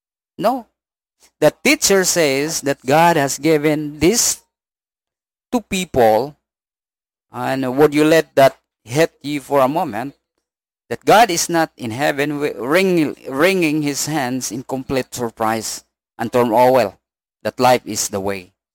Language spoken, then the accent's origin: English; Mindanao, Philippines; where I grew up here in Mindanao